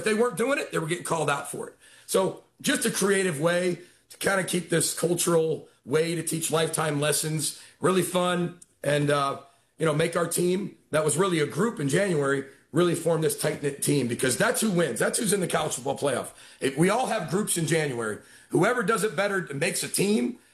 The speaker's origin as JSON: {"language": "English", "region": "Midwest", "country": "United States", "tie": "born or raised there", "said": "I grew up in the Midwest. I've been a Big Ten fan forever."}